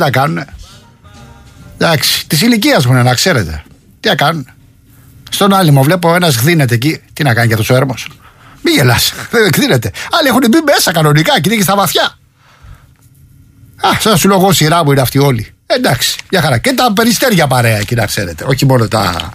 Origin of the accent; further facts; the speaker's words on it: Rafina, Attica, Greece; Έπαιρνα εγώ στην Αθήνα, στη Ραφίνα, στην πατρίδα μου τηλέφωνο τότε, μου λέγανε, σκάσαμε εσείς.